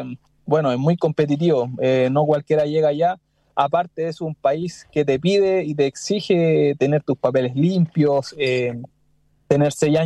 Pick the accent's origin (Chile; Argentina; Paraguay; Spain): Chile; born there; quedarme 4 meses en Chile, en el club de acá de mi ciudad, de mi pueblo